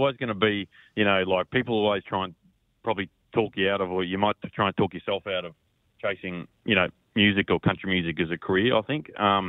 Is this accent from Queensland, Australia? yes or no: yes; Queensland, Australia; this song I wrote called " … " about this, you know, my home state